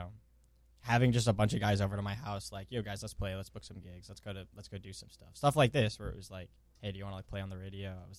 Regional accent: Tampa, Florida, United States; moved away as an adult; also born or lived in Tallahassee; now in Orlando, United States; we're both originally from Tampa, but we both moved here at the same time. We moved here, was it June or July, like late June, early July?

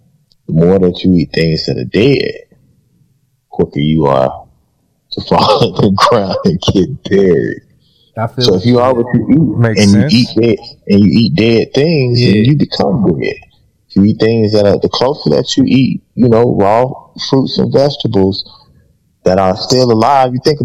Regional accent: the South, United States; I'm a Southerner

